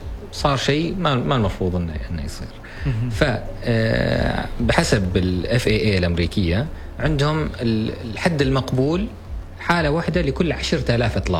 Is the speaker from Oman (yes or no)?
yes; Oman